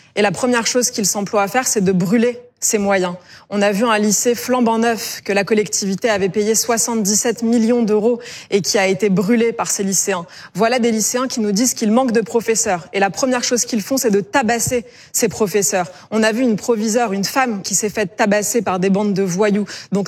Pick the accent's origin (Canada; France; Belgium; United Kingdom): France; Île-de-France; écoutez, moi j'ai grandi en Seine-Saint-Denis